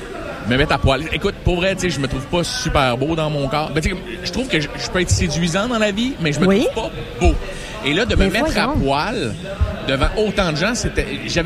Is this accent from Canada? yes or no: yes; Quebec, Canada; accent: québécois; mon accent québécois.